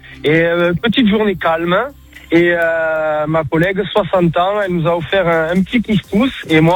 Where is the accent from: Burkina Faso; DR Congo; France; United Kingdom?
France; Béziers, Occitanie; Eh ben, je suis de Béziers, tranquille, le soleil, le beau temps.